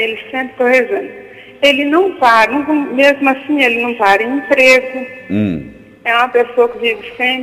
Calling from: Patos de Minas, Minas Gerais, Brazil; Eu falo de Patos de Minas.

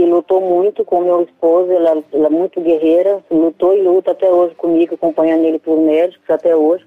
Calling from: Cruzeiro do Oeste, Paraná, Brazil; Eu falo de Cruzeiro do Oeste, Paraná.

